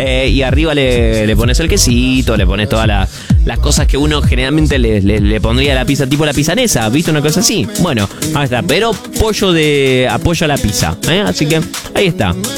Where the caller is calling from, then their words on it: San Pedro, Argentina; Buenas noches … de San Pedro.